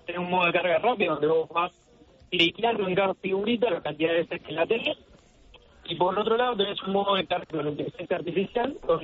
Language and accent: Spanish; Rosario, Santa Fe, Argentina; Yo soy de Rosario